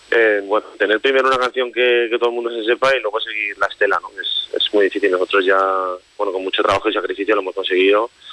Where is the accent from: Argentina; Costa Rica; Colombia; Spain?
Spain; Valencia, Valencian Community; somos de Valencia, de Mediterráneo, de la playa